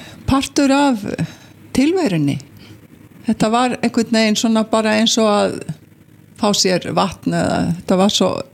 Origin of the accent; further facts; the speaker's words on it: Skagafjörður, Northwestern Region, Iceland; also born or lived in Sauðárkrókur; ég fætt á Sauðakrók og ólst upp í Skagafirðinum sem barn og unglingur og bara með mínu fólki, stórum systkinahóp og afi og amma á næsta bæ.